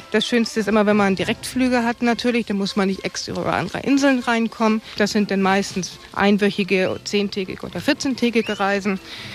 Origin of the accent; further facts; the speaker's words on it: Northern Germany, Germany; Und vermissen als Norddeutsche habe ich so alle paar Jahre mal mein Jieper, da muss ich so mein Rapsfeld sehen.